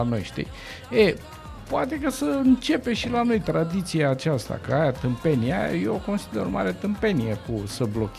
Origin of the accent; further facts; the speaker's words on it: Romania; born there; acolo m-am născut, pe așa lângă Hanul Balcan.